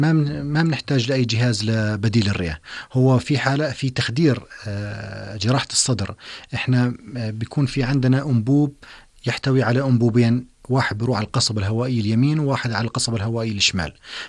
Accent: Jordan; وخصوصا عندنا بالأردن

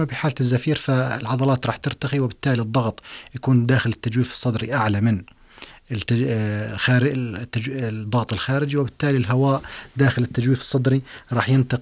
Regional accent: Jordan; عندنا بالأردن

